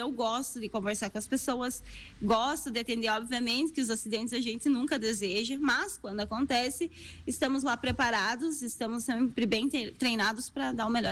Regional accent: Soledade, Rio Grande do Sul, Brazil; Eu que sou nascida e criada em Soledade

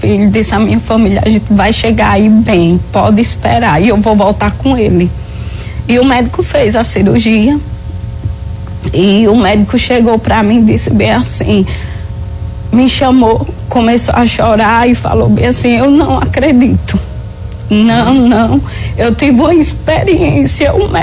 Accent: Alagoas, Brazil; moved away as an adult; Eu saí de Alagoas, fiquei lá em São Paulo com ele, no hospital

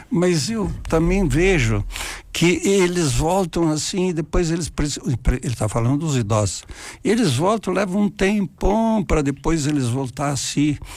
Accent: Carlos Barbosa, Rio Grande do Sul, Brazil; lá no meu bairro, lá que era Ponte Seca, né?

